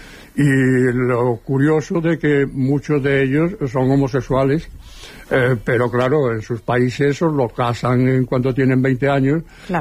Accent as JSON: {"language": "Spanish", "town": "Seville", "region": "Andalusia", "country": "Spain", "moved": "yes", "lives_now": "Barcelona, Spain", "said": "lo mismo que nosotros, pero cuando vinimos de Sevilla."}